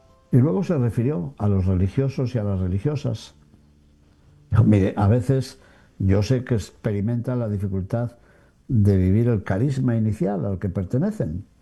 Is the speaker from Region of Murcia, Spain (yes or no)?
no; Cantabria, Spain; en mi tierra, sobre todo en Cantabria dirían cosucas